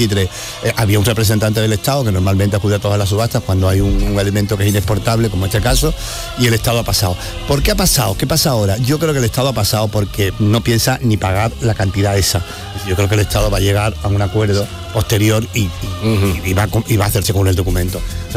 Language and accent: Spanish; Cádiz, Andalusia, Spain; also born or lived in El Aaiún; el Ayun, me ponen una calle en el Ayun y es que ni voy, vamos. Y soy de Cádiz.